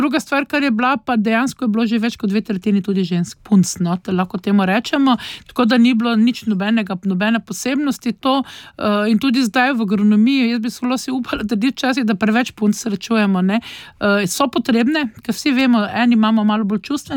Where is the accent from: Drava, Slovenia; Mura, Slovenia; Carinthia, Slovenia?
Drava, Slovenia; Ptuj; accent: Styrian; also born or lived in Koper / Izola; jaz vedno rečem, da sem primorka, ne, čeprav vsakemu pravzaprav vzame sapo, seveda moje narečje je zdaj čisto štajersko. Moja mama pa oče sta se namreč, predvsem zaradi očeta, preselila v Izolo in sva se oba dva z bratom rodila v Kopru